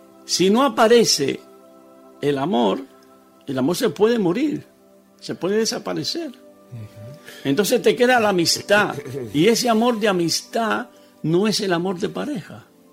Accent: Cuba; now in Barcelona, Spain; Y precisamente cuando yo salí de Cuba, ella se quedó allá.

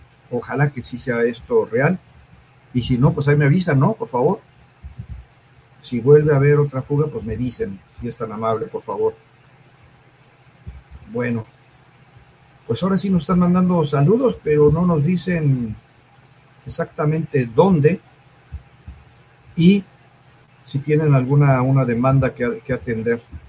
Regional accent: Puebla, Mexico; Soy del estado de Puebla.

